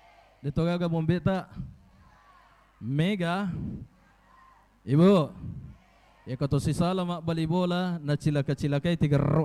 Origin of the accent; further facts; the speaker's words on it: Belawa, South Sulawesi, Indonesia; born or raised there; now in Pinrang, Indonesia